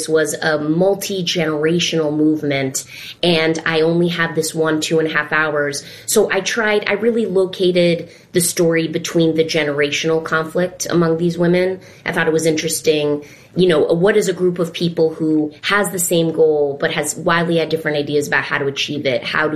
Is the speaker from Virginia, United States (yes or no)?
no; Vermont, United States; She was just a minor supporting character on a cast album growing up in Vermont.